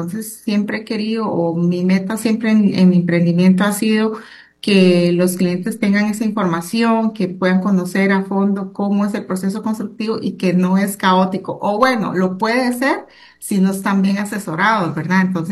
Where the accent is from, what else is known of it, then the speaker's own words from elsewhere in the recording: Desamparados, San José, Costa Rica; Yo vengo de la zona de Desamparados, ¿verdad? Donde había pocas oportunidades